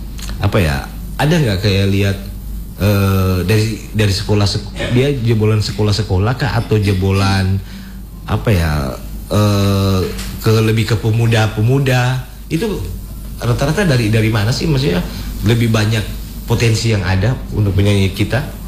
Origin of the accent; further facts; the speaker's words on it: North Sulawesi, Indonesia; kita orang Sangir